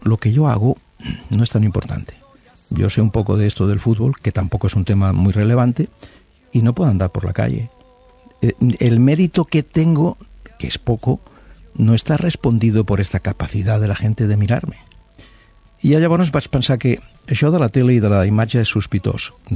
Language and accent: Catalan; Barcelona, Catalonia, Spain; Recordo que al meu barri, a Sant Gervasi, hi havia un alcalde d'aquell moment